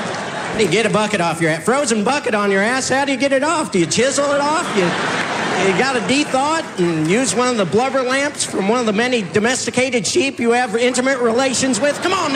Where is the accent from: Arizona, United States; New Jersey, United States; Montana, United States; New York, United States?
Montana, United States; moved away; also born or lived in Texas; I'm from Montana, originally